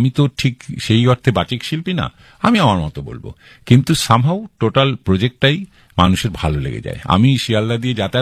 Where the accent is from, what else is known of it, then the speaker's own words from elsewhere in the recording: Bhatpara, West Bengal, India; আমি মফস্বলের ছেলে, গঙ্গার ধারে বাড়ি